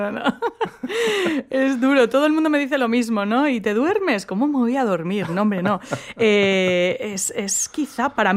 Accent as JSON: {"language": "Spanish", "region": "Basque Country", "country": "Spain", "said": "como buena vasca, pues tengo todas las S's que encima a mí me silban un montón."}